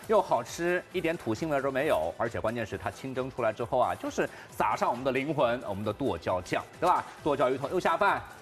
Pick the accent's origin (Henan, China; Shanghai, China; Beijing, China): Shanghai, China; 特别是我们上海人，对吧？